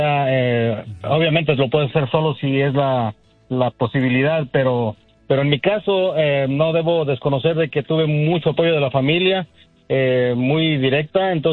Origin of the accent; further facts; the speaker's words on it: Ahualulco, San Luis Potosí, Mexico; now in Dallas area, United States; yo soy de un pueblito de San Luis Potosí que se llama Agualulco, San Luis Potosí.